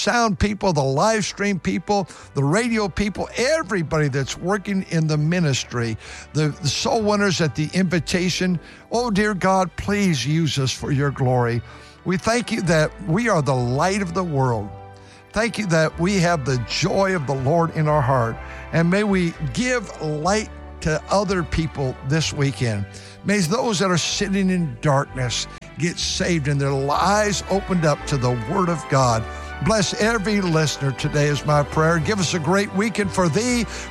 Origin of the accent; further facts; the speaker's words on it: California, United States; I grew up here in California. We don't have lightning and thunder and all that.